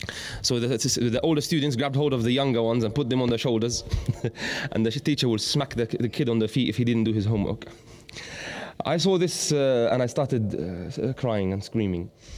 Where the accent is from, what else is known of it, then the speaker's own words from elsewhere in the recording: Jordan; moved away; also born or lived in Morocco; So he decided to look for another place, even though we are from Jordan originally.